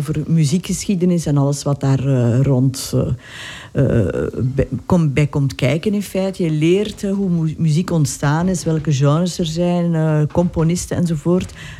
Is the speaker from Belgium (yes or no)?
yes; Lummen, Flanders, Belgium; now in Herk-de-Stad, Belgium; Ik ben hier ook uit de buurt. Ik ben afkomstig van Lummen. En ik woon in Herk de Stad.